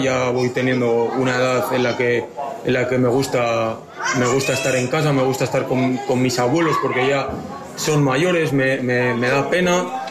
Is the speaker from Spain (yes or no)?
yes; Logroño, La Rioja, Spain; moved away as an adult; also born or lived in Zamora; me fui al club de mi tierra, un club que adoro, del que salí con 23 años y estaba desde los 14, desde los 15.